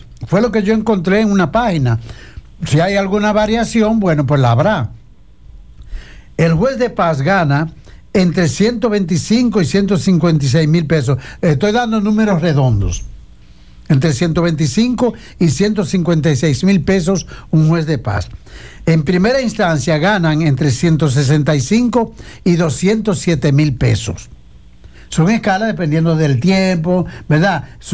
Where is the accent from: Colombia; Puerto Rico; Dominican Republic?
Dominican Republic; el país, hablo de República Dominicana